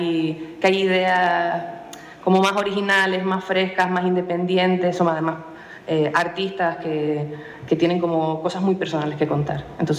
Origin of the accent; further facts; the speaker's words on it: La Orotava, Canary Islands, Spain; born there; yo soy de la Rotava, entonces tengo como muchas historias que tienen que ver con jugar en los barrancos y en las tenerías